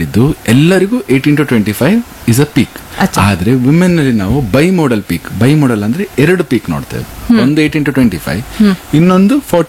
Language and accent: Kannada; Karnataka, India; ಈಗ ನಾನು ಇಲ್ಲಿನವನೇ ಬ್ರಹ್ಮರುದವನೇ ಅಲ್ವಾ, ನನ್ನ ಕಸ್ಟಮ್ಸ್ ಕಲ್ಚರ್ ವೆರಿ ರಿಚ್